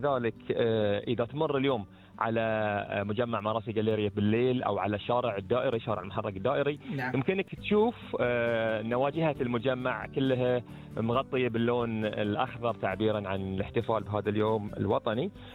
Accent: Bahrain; إحنا كبحرينيين

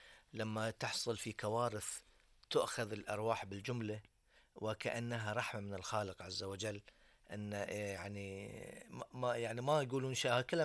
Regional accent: Bahrain; احنا نسميها معروفة عندنا في البحرين.

